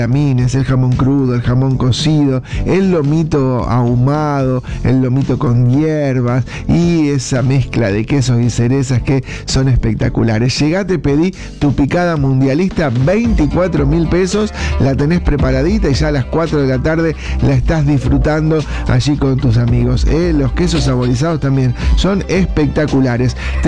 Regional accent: Argentina; somos argentinos.

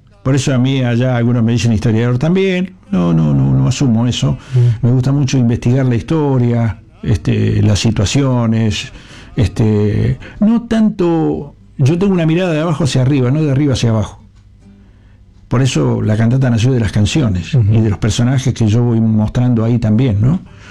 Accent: Villa Gobernador Gálvez, Santa Fe, Argentina; born there; hice como 20 años radio allá en mi pueblo

